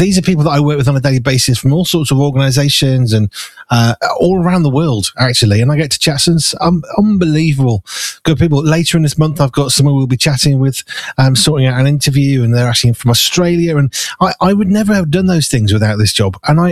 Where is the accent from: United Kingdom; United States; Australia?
United Kingdom; Midlands; I was brought up in the Midlands